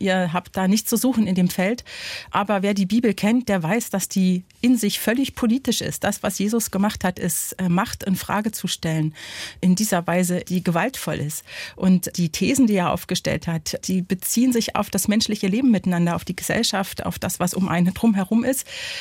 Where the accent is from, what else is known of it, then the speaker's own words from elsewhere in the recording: East Germany, Germany; Also ich bin ja ein Kind der DDR-Kirche und Gerechtigkeit, Frieden und Bewahrung der Schöpfung. Damit bin ich aufgewachsen als Jugendliche mit diesen Fragen